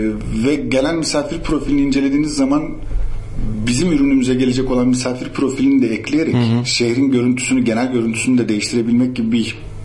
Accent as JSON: {"language": "Turkish", "region": "Afyonkarahisar", "country": "Turkey", "said": "Ben de Afyonluyum bu arada."}